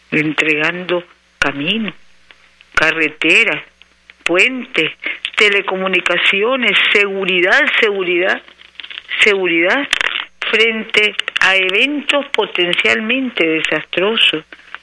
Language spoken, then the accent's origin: Spanish; Nicaragua; somos Nicaragua y nicaragüenses de verdad